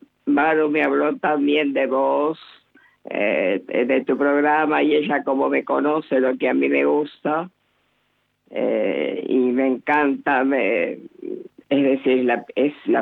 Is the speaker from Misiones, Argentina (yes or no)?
no; Buenos Aires, Argentina; now in Moreno, Argentina; Antes era de Caballito, ahora soy de Moreno.